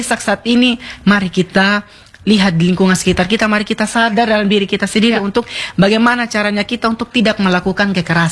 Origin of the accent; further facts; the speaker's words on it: East Nusa Tenggara, Indonesia; apalagi kalau zaman-zaman tanam padi kita orang Sumba itu terkadang orang tua bilang begini di anak-anak.